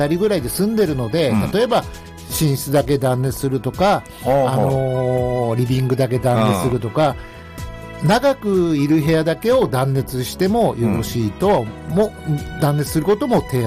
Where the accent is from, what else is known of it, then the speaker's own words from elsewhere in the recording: Gunma, Japan; 僕も群馬県生まれですので